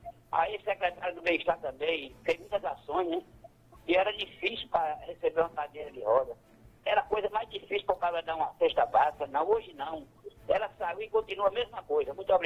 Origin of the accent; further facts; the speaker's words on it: Santa Rita, Paraíba, Brazil; born there; Eu sou de Santa Rita, nasci em Igreja